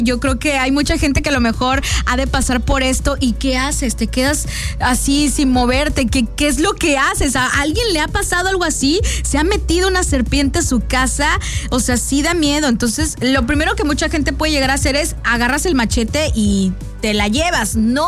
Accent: Coatzacoalcos, Veracruz, Mexico; moved away; Antes, cuando estaba chiquita, yo vivía en Coatzacoalcos. Yo soy de Coatzacoalcos. Entonces, vivíamos en una colonia que estaba enfrente de la playa. Así tal cual. Tu casa, mi casa, estaba así, pasando la callecita y ya estaba la playa.

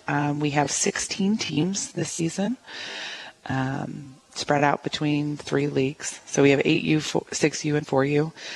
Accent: Rochester, United States; I was born and raised in Rochester.

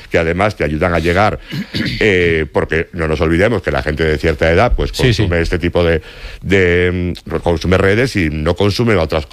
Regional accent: Foz, Galicia, Spain; now in Madrid, Spain; Yo soy de Foz, Lugo, sí, señor.

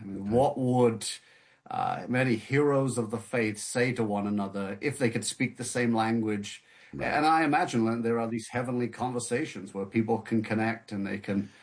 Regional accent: United Kingdom; born and raised in the United Kingdom, my dad is from Detroit. My mother is from the south of England.

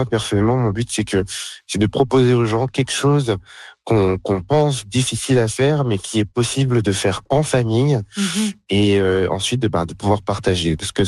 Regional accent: France; now in Canada; ici en Saskatchewan, moi je suis français d'origine, et en fait, tout simplement, et j'ai pas réussi à trouver quelque chose qui me rappelle un peu ma jeunesse en France

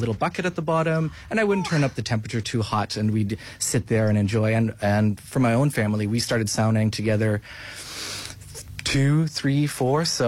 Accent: Toronto, Ontario, Canada; also born or lived in Finland; No, I grew up in Canada. I'm from Finland originally. My family moved there when I was very young.

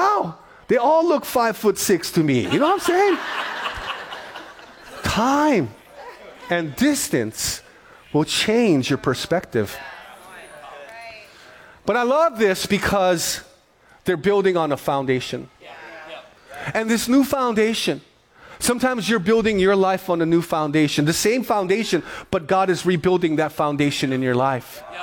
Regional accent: Honolulu, Hawaii, United States; So we grew up in Kalihi. We lived in Kalihi.

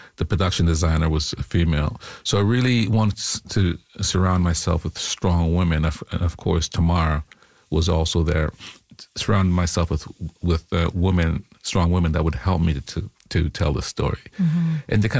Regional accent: Jamaica; born there

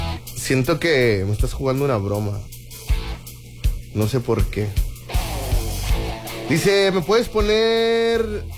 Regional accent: Mexico; Como buen mexicano, digo. Como buen mexicano

